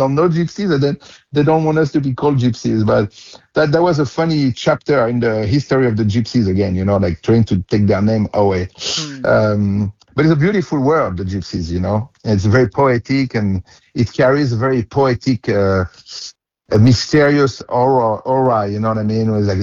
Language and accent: English; Fontainebleau, Île-de-France, France; Well, so I'm from Fontainebleau. So for me, it's my roots. And I grew up among the gypsies